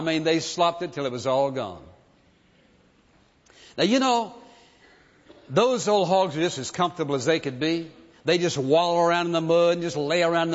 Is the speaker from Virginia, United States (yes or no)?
yes; Virginia, United States; I grew up in Virginia, and my hometown where I lived was just always a mile or two out in the country to where the farms were.